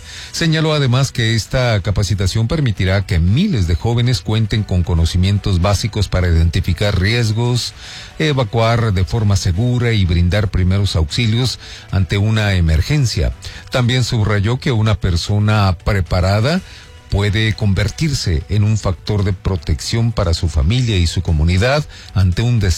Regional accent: Mexico; con toda la pasión y fervor que nos arraiga como mexicanos

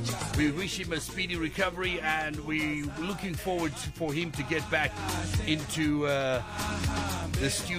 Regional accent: Durban, KwaZulu-Natal, South Africa; Straight out of Banana City in my hometown

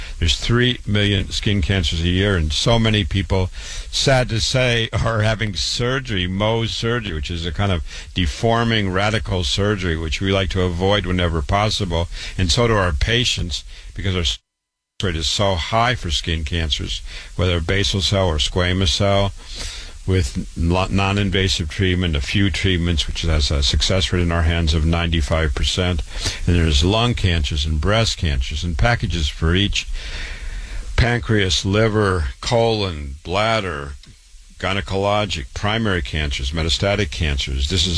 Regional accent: Waterloo, Iowa, United States; Born and raised in Waterloo, Iowa.

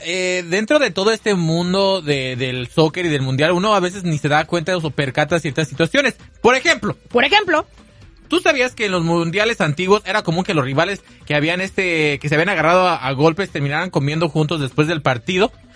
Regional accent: Valle de Santiago, Guanajuato, Mexico; born there; En Lagunilla de Mogotes, municipio de Valle de Santiago, Guanajuato, México.

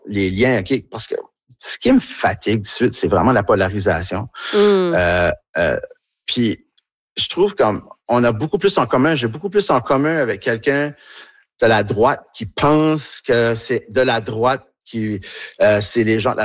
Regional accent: Tracadie, New Brunswick, Canada; born there; accent: Tracadie Acadian; moved away; also born or lived in Niagara Falls, Ontario / Toronto / Montreal; Je suis né en Ontario, à Niagara Falls, en Ontario, chez les anglophones. C'est une famille francophone de parents très fiers acadiens qu'on n'a pas le droit de parler en anglais dans la maison et ainsi de suite. Déménagé en ruralité à Tracadie sur l'ancienne ferme de mon grand-père

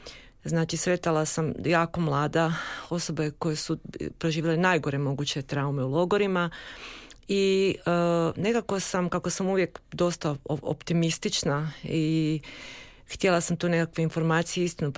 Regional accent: Osijek, Osijek-Baranja County, Croatia; Došla sam iz Osijeka u Zagreb i bavila sam se isključivo

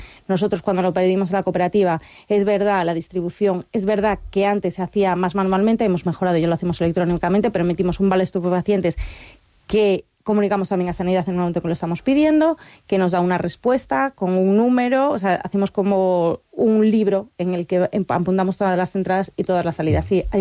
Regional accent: Galicia, Spain; Y como gallega hay que hablar de una gallega

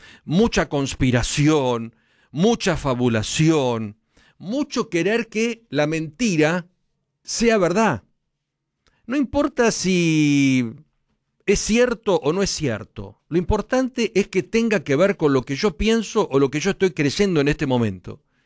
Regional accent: Argentina; yo soy argentino como todos

